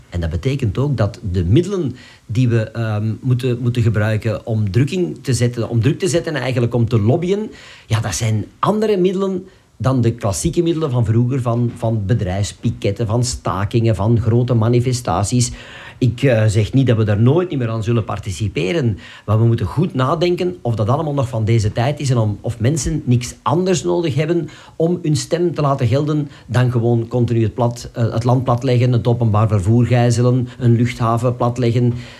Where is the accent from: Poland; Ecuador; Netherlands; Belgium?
Belgium; Flanders; also born or lived in Schaarbeek; now in Nossegem, Belgium; Ik kom uit de Kempen eigenlijk.